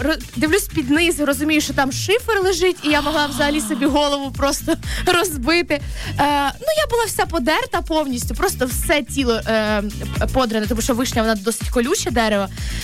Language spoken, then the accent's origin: Ukrainian; Myronivka, Kyiv Oblast, Ukraine; Спочатку я їхала якраз таки до бабусі з дідусем в маленьке містечко, звідки ми родом, в Миронівку.